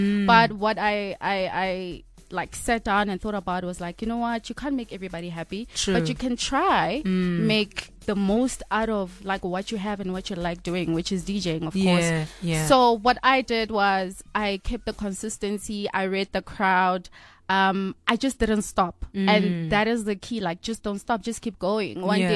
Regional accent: Polokwane, Limpopo, South Africa; I'm from Polokwane.

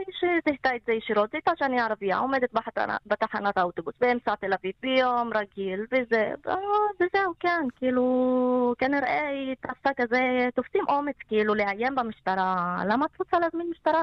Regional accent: Tayibe, Central District, Israel; first language Arabic; Hebrew is a second language; من مدينه الطيب المثلث سايبات 36

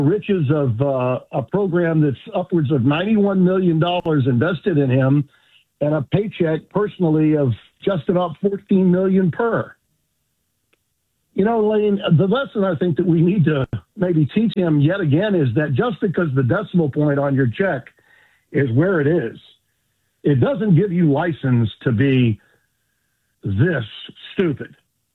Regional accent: the South, United States; being a Southerner, and a proud one

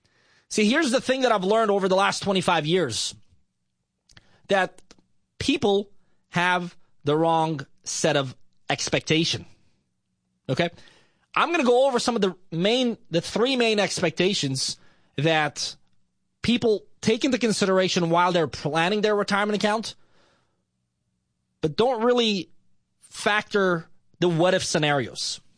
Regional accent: Beirut, Beirut Governorate, Lebanon; When I was a kid growing up in Lebanon, Beirut, we were going through a civil war.

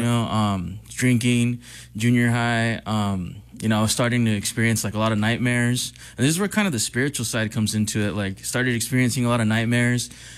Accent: El Monte, California, United States; So I grew up in Cali.

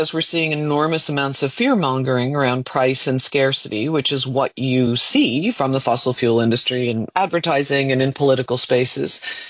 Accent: Canada; As a Canadian, I didn't know really what Canada was doing there when they're dramatically expanding production. In fact, my country was the only country

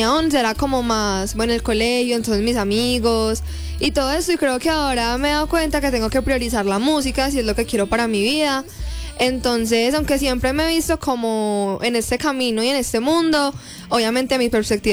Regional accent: Medellín, Antioquia, Colombia; born there; Nací en Medellín.

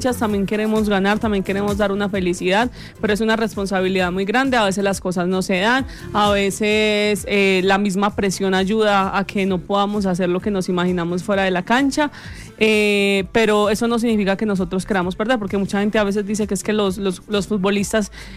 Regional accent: Colombia; nosotros como colombianos

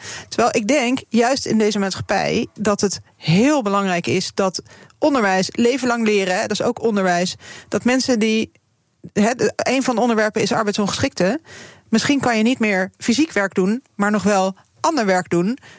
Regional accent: Wassenaar, South Holland, Netherlands; ik kom uit Wassenaar

